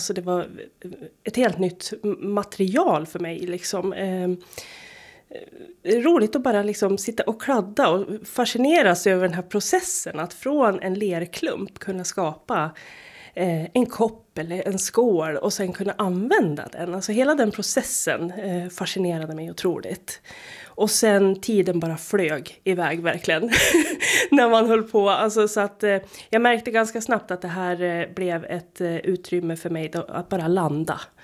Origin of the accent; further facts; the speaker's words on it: Sala, Västmanland County, Sweden; now in Heby, Sweden; jag är ju från Sala